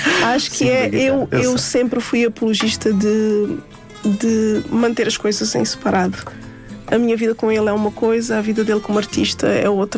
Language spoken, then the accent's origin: Portuguese; Cape Verde; as pessoas olham para mim fisicamente e não sei porquê, não me identificam como cabo-verdiana, como uma mulher preta que eu sou. E quando eu falei com eles em crioulo e eles assustaram-se os dois.